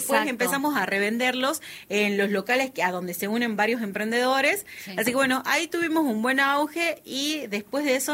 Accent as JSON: {"language": "Spanish", "region": "Salta", "country": "Argentina", "said": "una identidad salteña, que hable de nuestros orígenes, de las tradiciones de esta tierra"}